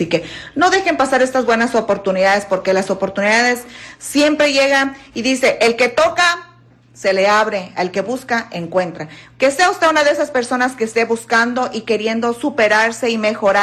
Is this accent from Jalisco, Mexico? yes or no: no; Michoacán, Mexico; soy de Michoacán.